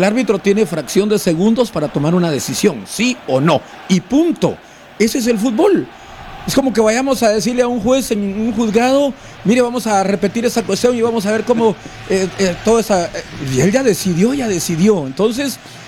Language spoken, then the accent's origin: Spanish; Mazatenango, Suchitepéquez, Guatemala; born there; yo de niño estaba estudiando básico en Mazatenango